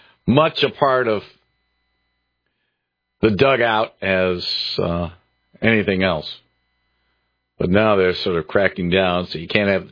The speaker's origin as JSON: {"language": "English", "town": "Detroit", "region": "Michigan", "country": "United States", "tie": "born or raised there", "moved": "yes", "lives_now": "Holland, United States", "said": "the area where I was growing up in Detroit."}